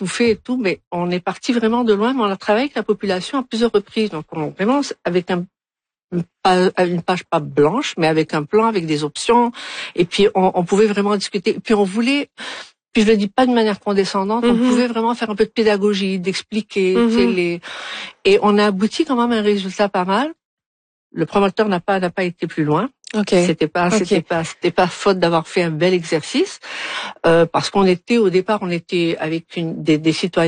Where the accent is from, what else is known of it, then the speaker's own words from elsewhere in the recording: Algiers, Algiers Province, Algeria; Et donc, moi, je suis vraiment natif d'Alger.